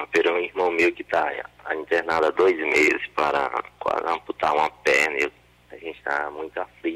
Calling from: Fortaleza, Ceará, Brazil; De Fortaleza, Ceará.

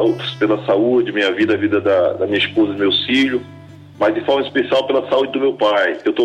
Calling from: Cubatão, São Paulo, Brazil; De Cubatão, São Paulo.

